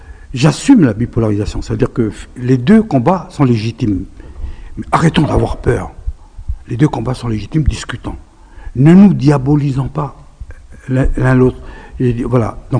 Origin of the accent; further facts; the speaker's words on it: Tiga, Loyalty Islands Province, New Caledonia; born there; je suis né à Tiga, dans une petite île, et je suis venu à Nouméa.